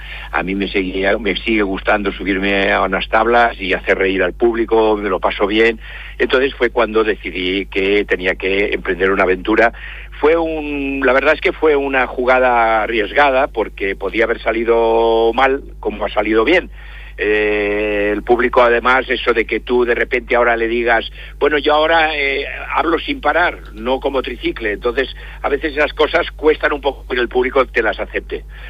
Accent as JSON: {"language": "Spanish", "town": "Badalona", "region": "Catalonia", "country": "Spain", "tie": "born there", "lives_now": "Barcelona, Spain", "said": "Yo nací en Badalona, pero vivo en Barcelona, sí, toda la vida, sí."}